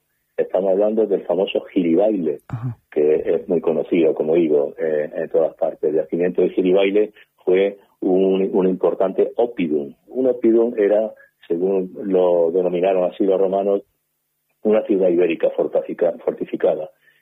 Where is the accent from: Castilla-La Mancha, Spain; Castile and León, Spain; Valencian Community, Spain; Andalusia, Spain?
Andalusia, Spain; Marmolejo; now in Vilches, Spain; soy janero también, soy de Marmolejo, natural de Marmolejo. Pero curiosamente nunca he ejercido, después de 37 años de docencia, nunca he ejercido la docencia en mi pueblo natal.